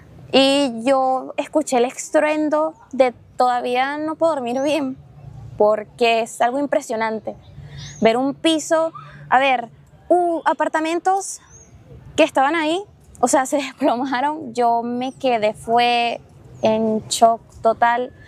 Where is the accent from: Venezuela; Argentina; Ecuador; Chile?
Venezuela; un consejo como joven venezolano, latino, es que hay que tener mucha fuerza y esperanza